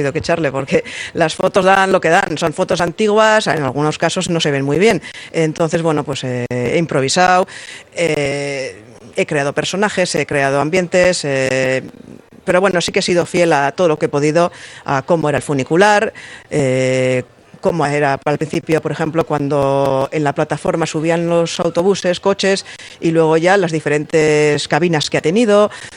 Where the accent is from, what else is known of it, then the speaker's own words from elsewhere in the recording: Trapagaran, Basque Country, Spain; es mi pueblo